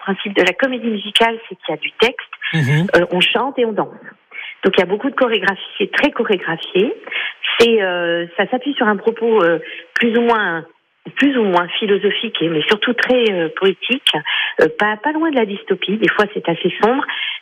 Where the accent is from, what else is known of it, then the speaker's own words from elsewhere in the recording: Paris, Île-de-France, France; Moi, je suis parisienne